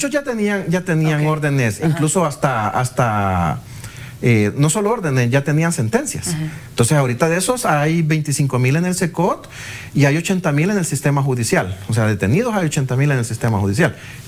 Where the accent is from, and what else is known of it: El Salvador